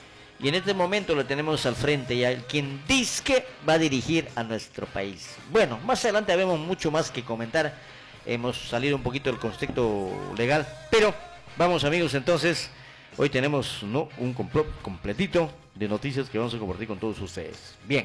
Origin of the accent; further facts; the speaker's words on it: Peru; yo como buen peruano, estimo y quiero mi Perú, me siento ser orgulloso de ser peruano, como dice esa música, tengo el orgullo de ser peruano y de ser feliz, de haber nacido en esta hermosa tierra